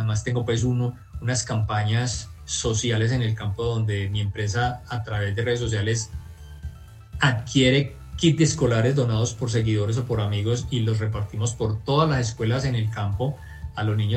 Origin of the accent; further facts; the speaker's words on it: Colombia; por eso todavía soy el colombiano que más lo ha corrido en moto